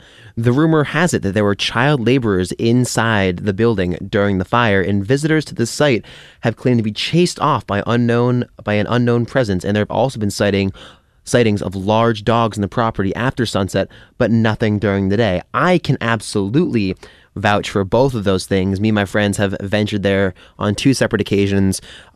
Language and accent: English; Westport, Massachusetts, United States; so let's start with my hometown of Westport, Massachusetts, and the surrounding towns of Fall River and Dartmouth.